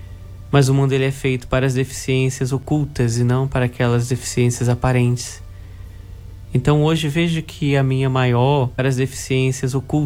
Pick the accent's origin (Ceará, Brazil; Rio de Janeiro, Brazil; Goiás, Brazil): Rio de Janeiro, Brazil; Macaé; moved away as an adult; also born or lived in Paraná / São Paulo; now in Rio de Janeiro, Brazil; Sou natural da cidade de Macaé, aqui mesmo no Rio de Janeiro. Mas em todo esse período de formação eu passei por vários momentos, por vários lugares. Eu morei no interior do Paraná